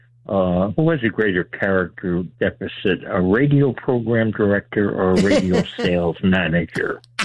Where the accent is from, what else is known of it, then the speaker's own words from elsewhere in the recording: Westchester County, New York, United States; Well, I was raised in Westchester County, and I've been through the whole radio thing. I'm 81 years old now.